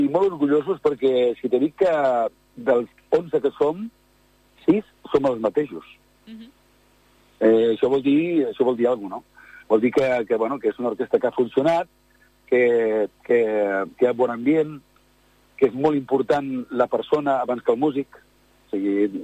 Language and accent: Catalan; Sant Feliu de Guíxols, Catalonia, Spain; jo sóc de Sant Feliu de Guíxols